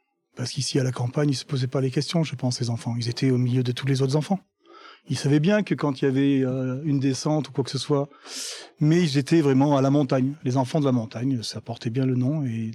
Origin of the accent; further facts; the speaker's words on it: Le Chambon-sur-Lignon, Auvergne-Rhône-Alpes, France; born there; je suis né au Chambon-Soignon, enfin à Saint-Agrès. Donc je connais bien le plateau et je connais bien son histoire.